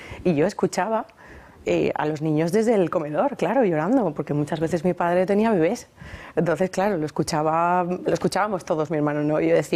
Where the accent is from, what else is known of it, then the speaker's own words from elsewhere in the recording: Valencia, Valencian Community, Spain; sí, vivíamos en Valencia